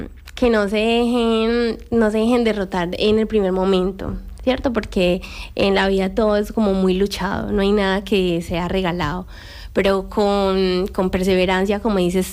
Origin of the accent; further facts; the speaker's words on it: Medellín, Antioquia, Colombia; now in Spain; Soy de Medellín.